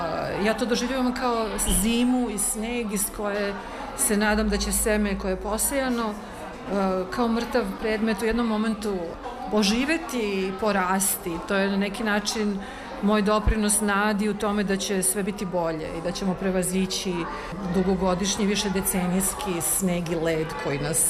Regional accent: Belgrade, Serbia; moved away; Pa ja sam rođena Beograđanka iz kojeg sam otišla pre skoro 30 godina, tako da se deo bio svojevrsan povratak kući za mene

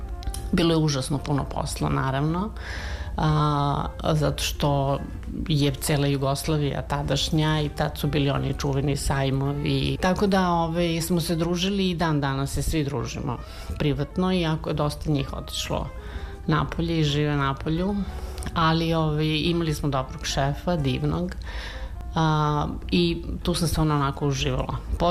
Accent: Belgrade, Serbia; Odrasla sam u Beogradu. Otac mi je Beograđanin i baba, jel?

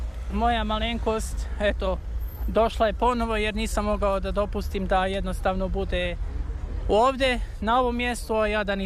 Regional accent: Banja Luka, Republika Srpska, Bosnia & Herzegovina; Dolazim iz Svete krajine Republike Srpske Banja Luke.

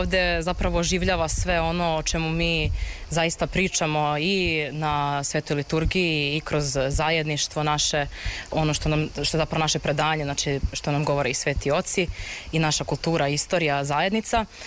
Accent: Belgrade, Serbia; poreklom sam iz Beograda.

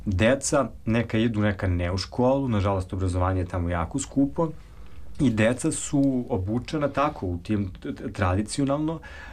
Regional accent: Serbia; Odakle ste, ja kad sam rekao Srbija, on je zastao

